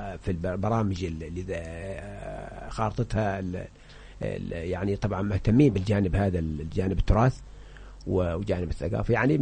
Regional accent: Hadhramaut, Yemen; عندنا في حضرموت ثلاثه انواع من الجنابي

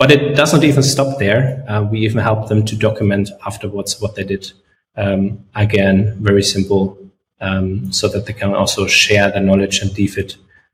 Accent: Munich, Bavaria, Germany; we're from Munich, or at least I am actually

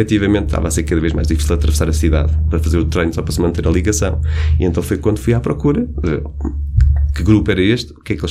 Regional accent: Nazaré, Centro, Portugal; a meia maratona de Nazaré, minha terra natal.

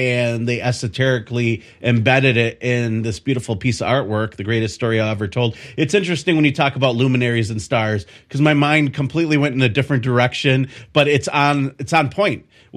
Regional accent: Milwaukee, Wisconsin, United States; me and you have almost the same accent, because I'm from Milwaukee, Wisconsin there.

